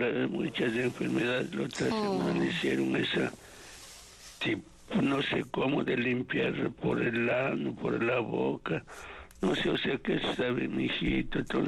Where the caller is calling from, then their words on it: Esmeraldas, Ecuador; Estoy llamando de Esmeraldas, hermanita.